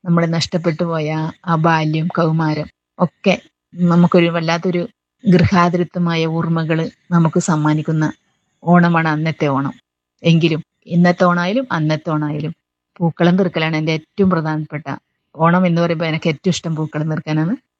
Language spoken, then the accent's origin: Malayalam; Kampallur, Kerala, India; now in Payyanur, India; ഞാൻ ജനിച്ചു വളർന്നത് കാസർഗോഡ് ജില്ലയിലെ കമ്പല്ലൂർ എന്ന ഒരു ഗ്രാമത്തിലാണ്. ഗ്രാമത്തിൻ്റെ നന്മ അതുപോലെ ഒപ്പിയെടുത്ത ഒരു ഗ്രാമപ്രദേശം.